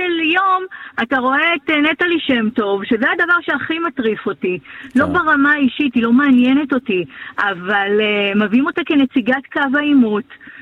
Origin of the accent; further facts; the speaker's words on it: Northern Israel, Israel; אני מגיעה מהצפון, אז אני מדברת מדם ליבי כאן